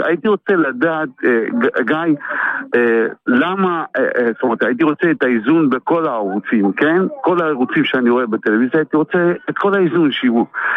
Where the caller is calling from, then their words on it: Netanya, Central District, Israel; אני מנתניה